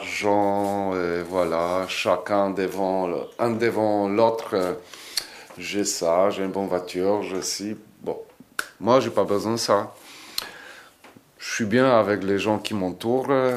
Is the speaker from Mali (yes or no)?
no; Poland; French is a second language; now in France; Moi, j'ai quitté la Pologne comme c'était un beau pays, quand on était bon, il y a difficultés, communisme, mais on était vraiment.